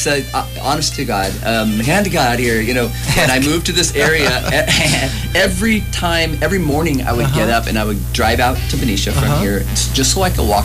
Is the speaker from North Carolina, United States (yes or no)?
no; San Jose, California, United States; moved away; I'm not from Saratoga, but from my hometown of San Jose where I was born, Saratoga's pretty close to there